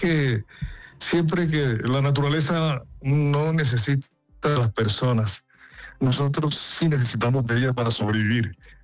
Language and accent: Spanish; Montería, Córdoba, Colombia; born there; Nací en Montería.